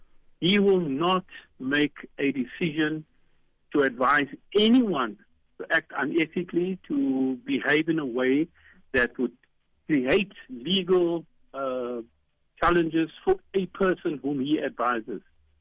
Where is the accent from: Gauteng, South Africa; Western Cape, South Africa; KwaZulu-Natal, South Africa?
Western Cape, South Africa; Cape Town; We grew up together in Kensington, in Cape Town.